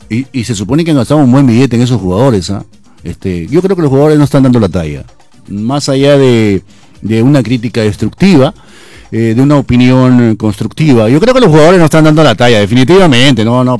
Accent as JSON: {"language": "Spanish", "country": "Peru", "said": "Somos peruanos, ¿no?"}